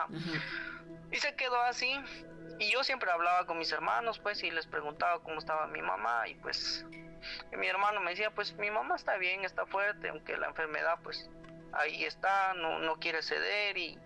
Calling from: Guatemala; yo soy de Guatemala

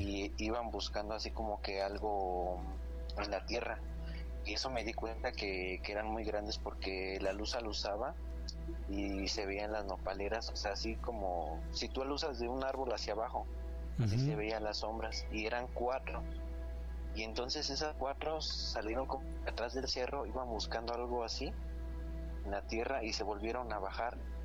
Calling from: Ecatepec de Morelos, State of Mexico, Mexico; vivo aquí en Ecatepec de Morelos, soy de Tepetlac

